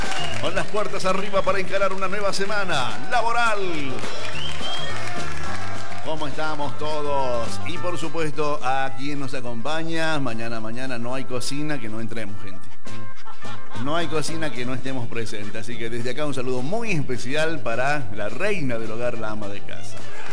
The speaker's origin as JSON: {"language": "Spanish", "country": "Argentina", "said": "Ya soy argentino"}